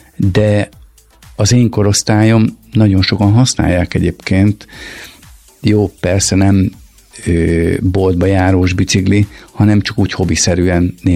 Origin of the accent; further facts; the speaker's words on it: Nagykőrös, Pest, Hungary; lakótelepen nőttem fel, ott Nagykörösön